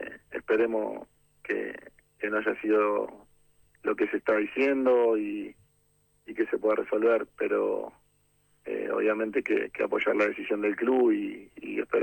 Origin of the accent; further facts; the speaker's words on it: Argentina; es algo que teníamos nosotros como argentinos